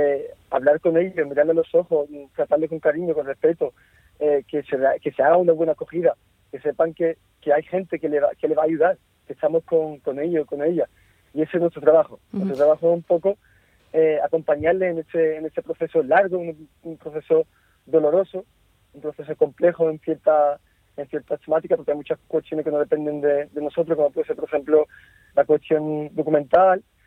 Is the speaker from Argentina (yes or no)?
no; Cádiz, Andalusia, Spain; Bueno, yo primero soy de Cádiz, yo me he criado en Cádiz, llevo toda la vida en Cádiz, he crecido allí, he mamado Cádiz, como bien se dice.